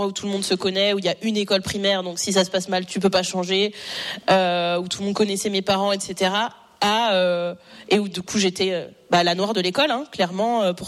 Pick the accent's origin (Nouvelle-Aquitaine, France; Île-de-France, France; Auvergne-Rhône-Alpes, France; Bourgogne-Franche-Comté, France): Auvergne-Rhône-Alpes, France; Châtel-Guyon; also born or lived in Riom; Je suis née à Rion, à côté de Clermont-Ferrand, et j'ai grandi dans des petits villages à Enza, à Chappes et à Châtel-Guyon, où mon père vit toujours.